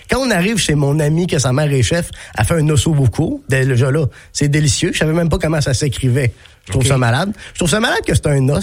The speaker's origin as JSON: {"language": "French", "town": "Sainte-Croix", "region": "Quebec", "country": "Canada", "tie": "born or raised there", "moved": "yes", "lives_now": "Montreal, Canada", "said": "Moi, je viens. J'ai grandi à Sainte-Croix-de-la-Binière, okay. Pas loin de Québec."}